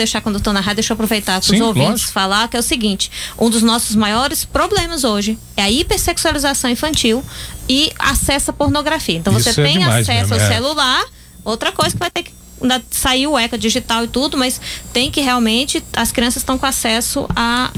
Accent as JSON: {"language": "Portuguese", "town": "São Luís", "region": "Maranhão", "country": "Brazil", "tie": "born there", "also_born_or_lived": "Fortaleza / Goiânia", "said": "Então eu sou nasci em São Luís, morei em Fortaleza, de Fortaleza."}